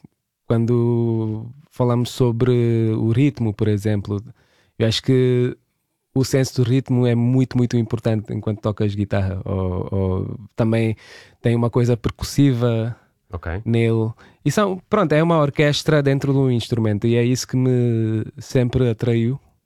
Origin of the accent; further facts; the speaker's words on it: Goa, India; now in Portugal; mesmo sendo uma pessoa que vem de fora, né? Ou seja, vem de Goa